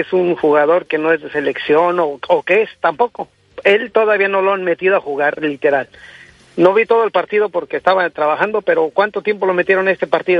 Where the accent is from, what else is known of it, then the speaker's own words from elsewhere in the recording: Mexico City, Mexico; yo me crié en la Ciudad de México